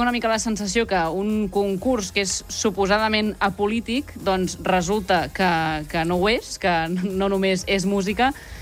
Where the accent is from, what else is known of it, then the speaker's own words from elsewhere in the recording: Sabadell, Catalonia, Spain; aquí a Sabadell, que jo soc de Sabadell